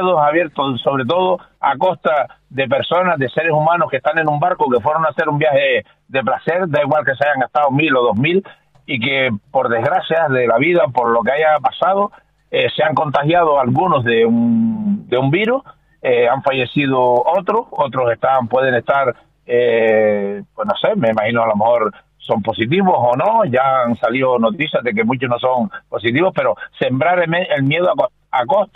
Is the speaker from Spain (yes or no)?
yes; Canary Islands, Spain; los canarios no somos esto, los canarios siempre hemos sido solidarios y hemos sido humanitarios sobre todo